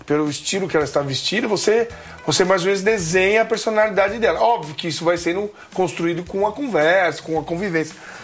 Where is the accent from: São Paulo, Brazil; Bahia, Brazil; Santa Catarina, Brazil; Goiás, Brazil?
São Paulo, Brazil; Santo André; É, nasci em São Paulo. Mas eu fui pra Santo André muito pequeno e fui criado lá.